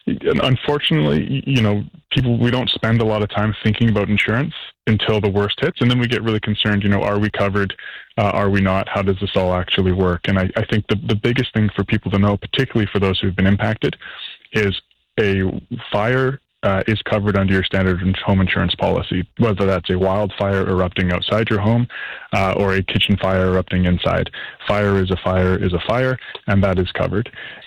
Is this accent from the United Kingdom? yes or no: no; British Columbia, Canada; as a British Columbian, as probably any Canadian, this is horrifying, right?